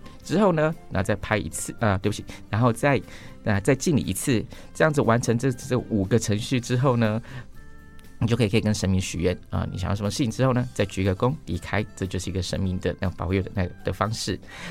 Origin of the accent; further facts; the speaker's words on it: Taiwan; 那其实一开始我们台湾人到日本来旅游的时候很容易有这样的搞混，